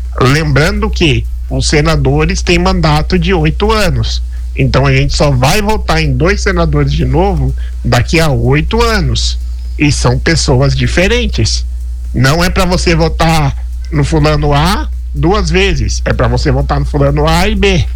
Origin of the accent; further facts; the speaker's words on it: Caraguatatuba, São Paulo, Brazil; eu sou caiçado, sou nascido aqui em Caraguatatuba